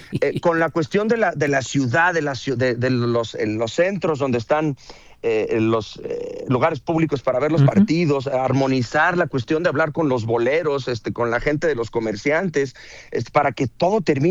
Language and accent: Spanish; Mexico; Somos todos mexicanos